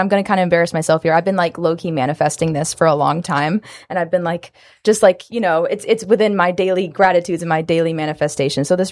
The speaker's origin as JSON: {"language": "English", "town": "Winfield", "region": "Alabama", "country": "United States", "said": "I am from Alabama, from Winfield, Alabama."}